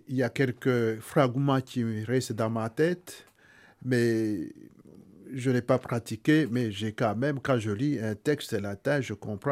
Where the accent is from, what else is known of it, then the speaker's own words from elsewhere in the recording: Rwanda; chez nous au Rwanda